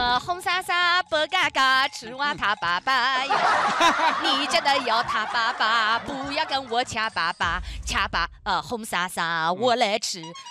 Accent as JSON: {"language": "Chinese", "region": "Yunnan", "country": "China", "said": "我们云南人啊"}